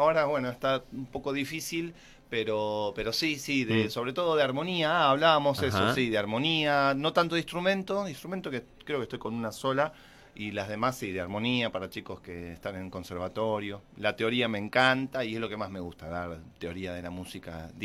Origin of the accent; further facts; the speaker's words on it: Buenos Aires, Argentina; now in San Fernando, Argentina; Viví muchos años de chico en Capital y bueno, viste que venís acá y respirás, es eso. Pero en San Fernando, donde vivo allá